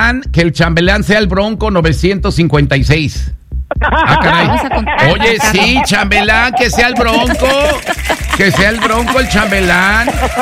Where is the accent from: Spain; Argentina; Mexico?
Mexico; Ese vato sí es mexicano, porque así somos los mexicanos, como él, así.